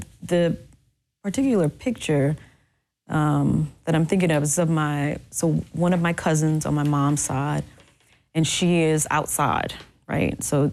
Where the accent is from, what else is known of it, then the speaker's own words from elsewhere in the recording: Mississippi, United States; I live on the Mississippi Gulf Coast, right, and my hometown is on the back of the Bay of St. Louis, right